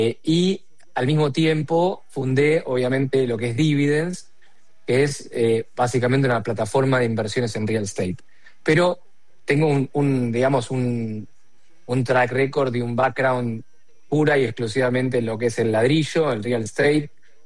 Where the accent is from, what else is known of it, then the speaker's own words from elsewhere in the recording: Argentina; yo soy argentino.